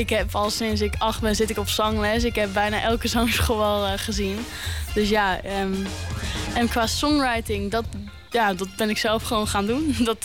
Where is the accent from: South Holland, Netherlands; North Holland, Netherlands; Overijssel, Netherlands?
South Holland, Netherlands; Pijnacker; born there; also born or lived in Voorburg; In Den Haag ben ik in Voorburg opgegroeid. Nou ja, opgegroeid. Ik heb daar tot mijn 1 of 2 jaar gewoond of zo. Toen ben ik naar Pijnakker verhuisd. En dat zit precies in het midden van Rotterdam-Den Haag.